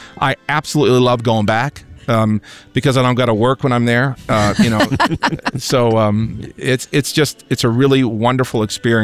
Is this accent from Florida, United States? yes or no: no; Michigan, United States; And I'm from Michigan